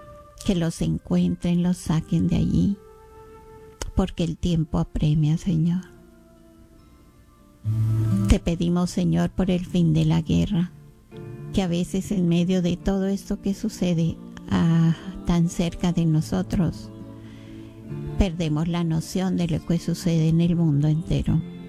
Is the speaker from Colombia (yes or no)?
yes; Colombia; como sucede por estos tiempos en mi país, Colombia, en mis hermanos venezolanos.